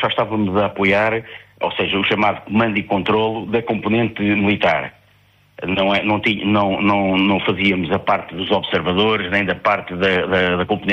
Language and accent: Portuguese; Portugal; E também as nossas características como portugueses, não é?